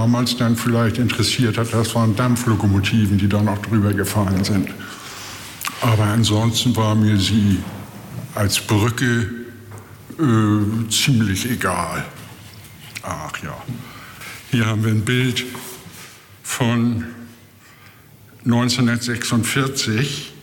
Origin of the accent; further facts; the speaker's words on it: Hamburg, Germany; Jahrgang 1947, und ich bin in der Oelkersallee aufgewachsen. Und da wohne ich jetzt wieder.